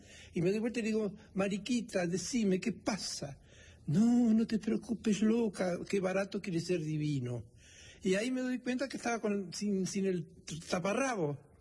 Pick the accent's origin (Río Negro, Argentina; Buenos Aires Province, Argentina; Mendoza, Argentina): Río Negro, Argentina; Ingeniero Jacobacci; also born or lived in San Antonio Oeste; yo nací en San Antonio, en Las Grutas, pero mi padre se mudó a Jacobacci, mi familia. Y allí nevaba, y yo escribía y dibujaba